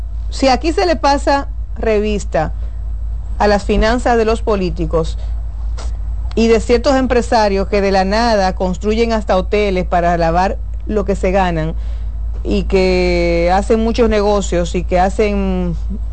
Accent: Dominican Republic; Todavía nosotros como dominicanos no le damos el real valor que tiene el voto

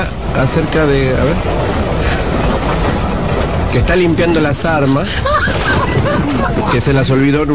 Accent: Argentina; Yo soy argentino.

